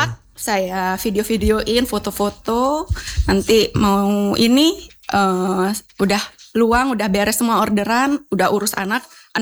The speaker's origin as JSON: {"language": "Indonesian", "region": "Bali", "country": "Indonesia", "also_born_or_lived": "Surabaya", "moved": "yes", "lives_now": "Kupang, Indonesia", "said": "saya kan orang Bali"}